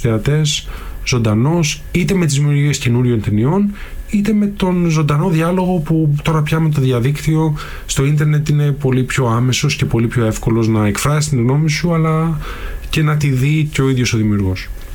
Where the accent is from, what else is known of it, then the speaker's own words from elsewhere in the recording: Greece; ως Έλληνες